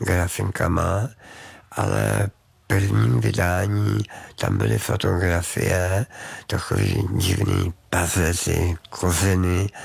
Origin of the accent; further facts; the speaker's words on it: Cheb, Karlovy Vary Region, Czechia; Já jsem z Chebu, takže a jezdil jsem tam v létě s maminkou